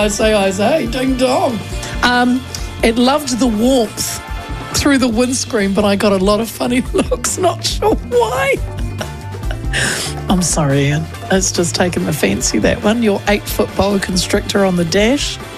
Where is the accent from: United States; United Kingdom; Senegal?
United Kingdom; England; now in New Zealand; …, moving house in my hometown in England.